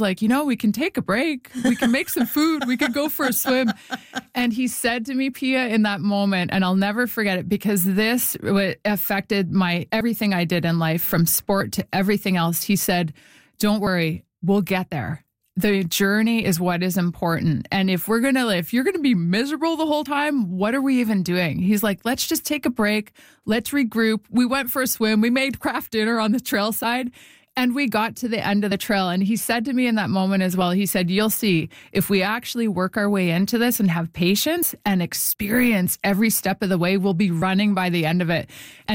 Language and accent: English; Winnipeg, Manitoba, Canada; It was community sport growing up in Winnipeg, playing ringette, playing soccer, playing all the games that my friends played.